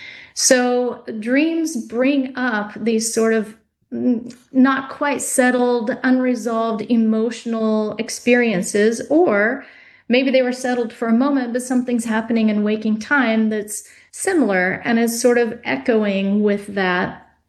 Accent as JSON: {"language": "English", "region": "Texas", "country": "United States", "tie": "born or raised there", "said": "I grew up in Texas and found it."}